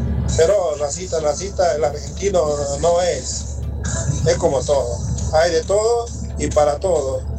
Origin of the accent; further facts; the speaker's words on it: Bolivia; Yo soy boliviano, pero yo no soy racista.